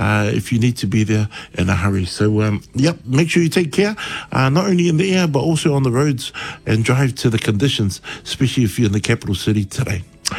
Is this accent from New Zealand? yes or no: yes; Wellington, New Zealand; I'm born and bred in Wellington